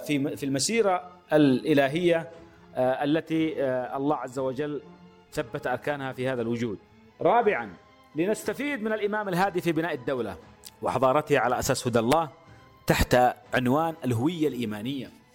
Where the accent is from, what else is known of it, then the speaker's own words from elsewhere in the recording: Yemen; علينا كيمنيين